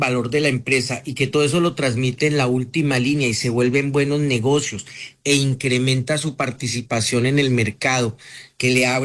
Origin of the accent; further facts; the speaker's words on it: Colombia; now in Mexico; esa raíz no se pierde, y Colombia me dio mis principios. México me ha dado las oportunidades, el crecimiento, una familia, en fin.